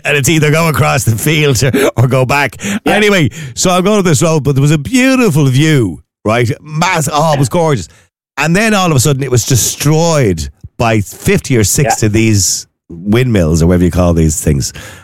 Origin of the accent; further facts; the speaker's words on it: Ireland; I said, Ireland.